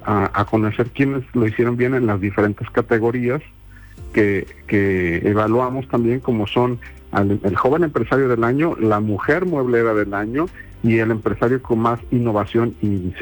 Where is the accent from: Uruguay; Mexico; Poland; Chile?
Mexico; si nosotros como mexicanos nos apoyamos, vamos a llegar más lejos.